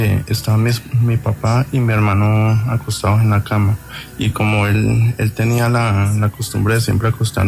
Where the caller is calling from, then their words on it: Cali, Valle del Cauca, Colombia; Desde acá de Cali